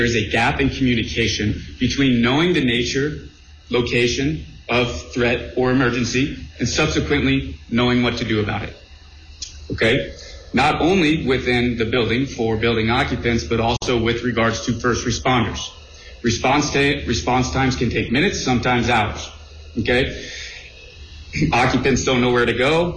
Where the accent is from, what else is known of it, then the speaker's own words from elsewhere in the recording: Jasper, Indiana, United States; moved away as an adult; I moved back to my hometown in Jasper, Indiana 2 years ago